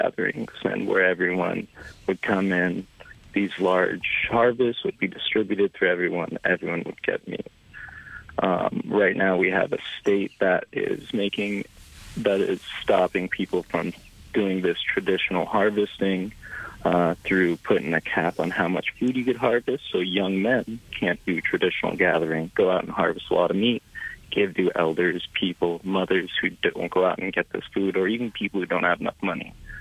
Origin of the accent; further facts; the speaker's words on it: Hooper Bay, Alaska, United States; I am originally from Hooper Bay, in the Bogeyot community.